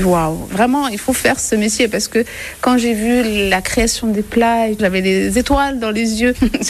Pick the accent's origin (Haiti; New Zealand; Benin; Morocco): Morocco; El Jadida, Casablanca-Settat; moved away as an adult; now in France; J'ai grandi au Maroc dans une petite ville à 80 km de Casablanca qui s'appelle El Jadida. C'est une ville de pêcheurs au bord de la mer.